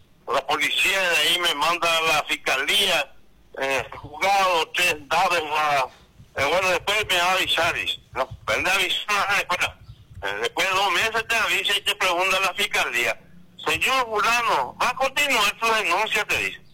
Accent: Carapeguá, Paraguarí, Paraguay; Yo voy a exclusivamente acá en mi pueblito, Carapegua.

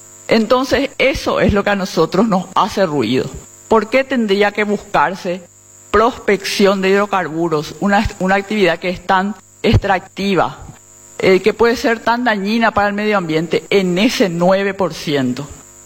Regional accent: Paraguay

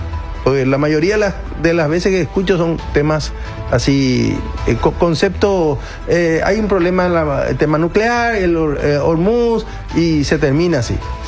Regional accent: Paraguay; nosotros somos todos muy paraguayos.

